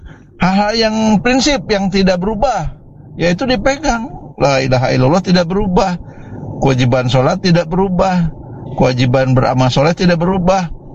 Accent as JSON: {"language": "Indonesian", "town": "Padalarang", "region": "West Java", "country": "Indonesia", "said": "beda negara ya, kita mah dari Padalarang, Cimahi."}